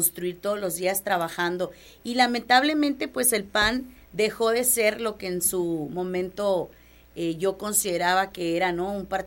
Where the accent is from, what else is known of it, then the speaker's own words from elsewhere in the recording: Puerto Peñasco, Sonora, Mexico; Yo estudié en Mexicali, en Baja California, porque en Puerto Peñasco, de donde yo soy originaria, en el 97 no había universidades.